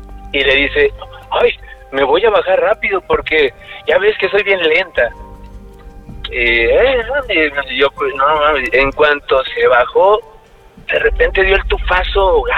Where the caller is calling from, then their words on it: Guadalajara, Jalisco, Mexico; De Guanatos.